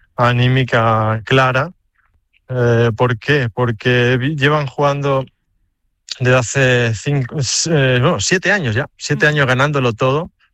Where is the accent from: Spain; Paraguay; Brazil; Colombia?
Spain; Yo soy español hasta la muerte